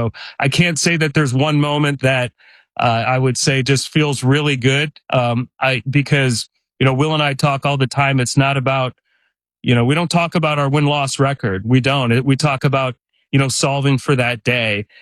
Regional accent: Detroit, Michigan, United States; born or raised there

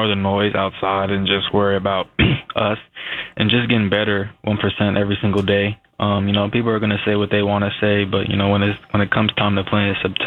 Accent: Arizona, United States; I'm really playing for my hometown team.

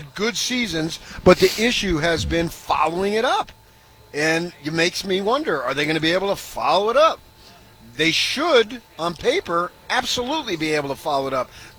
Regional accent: Arizona, United States; It's my home state.

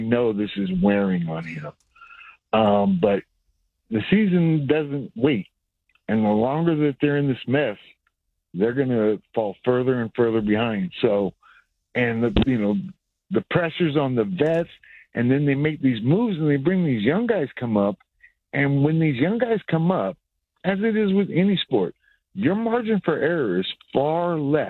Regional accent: Portland, Oregon, United States; born there; moved away; So Portland, I'm from Portland. I was born in Portland

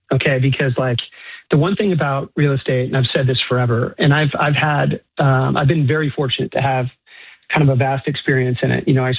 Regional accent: Washington, United States; Well, fundamentally, I grew up here. You know, this is my, I'm a Washingtonian. I grew up in Key Harbor and went to UW.

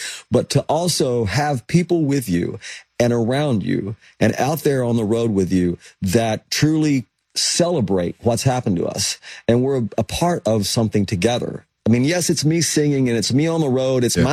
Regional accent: Tennessee, United States; And that was me growing up in East Tennessee.

